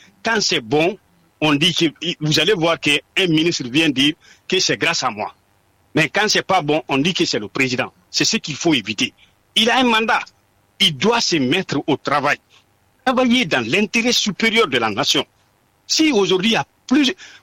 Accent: Dinguiraye, Faranah, Guinea; Je vais prendre un exemple chez moi, à Dinguiraye.

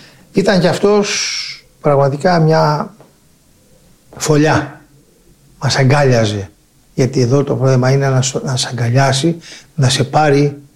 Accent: Patras, Western Greece, Greece; born there; γεννήθηκα στην Πάτρα καταρχήν, μια πόλη θρησκευόμενη και ακόμα συνεχίζει να είναι

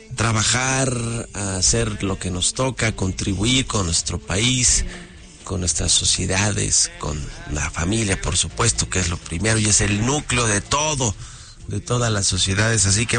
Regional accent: Mexico; a mí me gusta el mes de septiembre porque sí me siento muy muy mexicano y me encantan esos festejos patrios

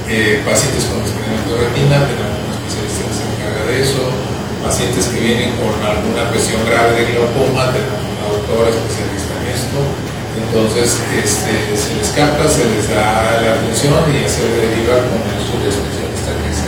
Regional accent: Tihuatlán, Veracruz, Mexico; born there; yo soy nacido aquí en Tihuatlán

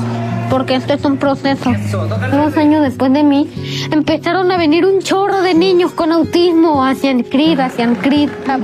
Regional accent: Tijuana, Baja California, Mexico

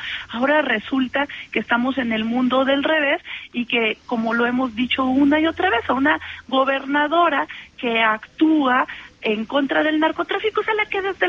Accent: Zacatecas, Mexico; déjame hablar de mi tierra en Zacatecas.

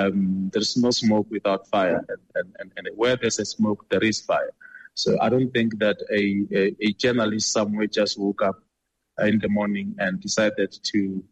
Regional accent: South Africa; I am not allowed to do that as a South African.

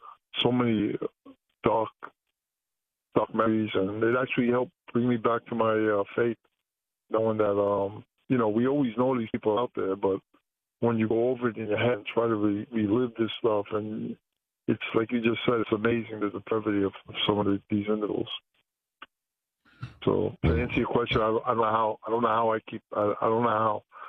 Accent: New York City, New York, United States; when I was young, growing up in Brooklyn

